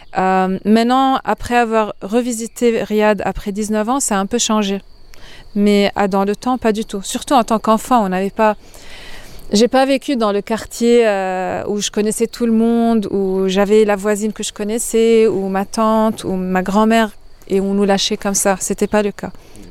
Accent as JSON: {"language": "French", "country": "Lebanon", "said": "c'était la liberté déjà de déplacement, et de vivre, et d'aller où est-ce qu'on veut, quand on veut, qu'en tant que Libanais, j'ai pas."}